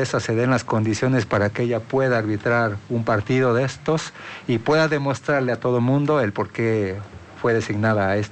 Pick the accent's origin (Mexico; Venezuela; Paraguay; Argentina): Mexico; y por qué sentirnos orgullosos como mexicanos de la actuación que tenga